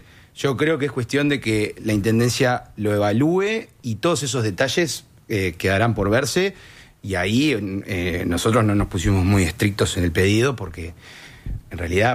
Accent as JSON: {"language": "Spanish", "region": "Montevideo", "country": "Uruguay", "said": "cualquiera de nosotros que somos montevideanos"}